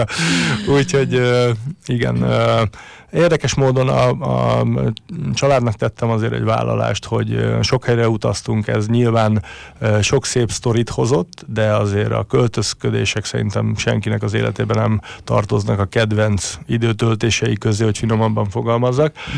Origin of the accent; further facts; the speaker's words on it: Hungary; egyedüli magyarként